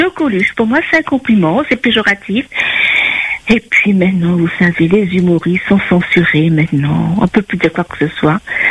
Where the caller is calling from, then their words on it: Réunion; moi, je suis réunionnaise, je suis mariée à un métro, et à la maison, on parle français.